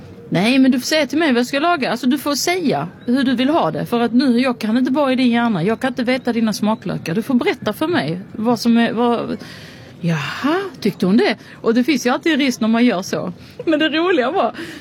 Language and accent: Swedish; Palestine; jag är ju palestinier